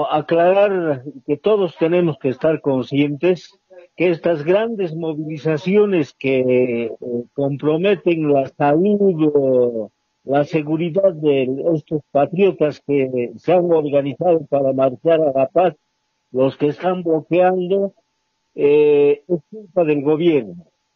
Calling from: Cochabamba, Bolivia; de acá de Cochabamba.

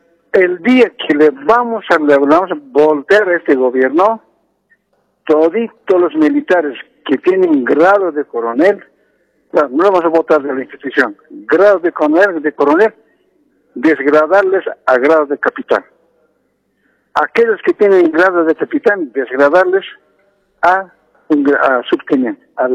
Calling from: La Paz, Bolivia; desde La Paz

